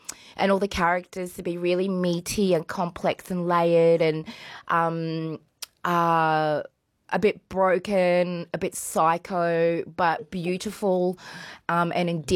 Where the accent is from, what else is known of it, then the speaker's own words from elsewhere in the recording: Cloncurry, Queensland, Australia; Yeah, so I was born in Cloncurry. So, you know, we say … from Cloncurry.